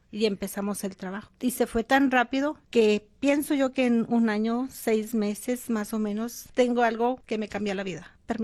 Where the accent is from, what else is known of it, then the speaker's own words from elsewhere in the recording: Namiquipa, Chihuahua, Mexico; born there; moved away; Soy de el estado de Chihuahua, pero nací en municipio de Santa Clara, Namiquipa.